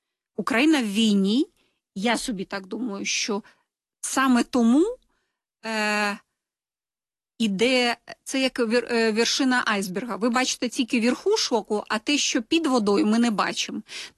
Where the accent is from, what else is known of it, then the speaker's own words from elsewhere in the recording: Belarus; Ми ж терплячі, ми ж білоруси.